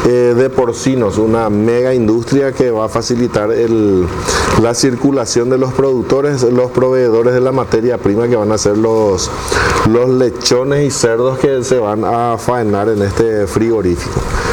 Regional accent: Paraguay; una característica nuestra de los paraguayos es que los hijos de nuestros compatriotas que están en el exterior mantienen las costumbres de sus familias.

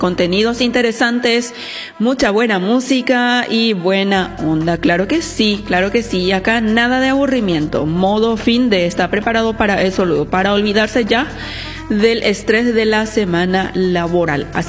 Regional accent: Paraguay

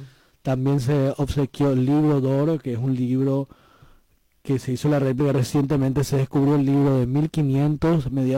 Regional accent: Paraguay; moved away as an adult; now in Italy; Luego volví al Paraguay

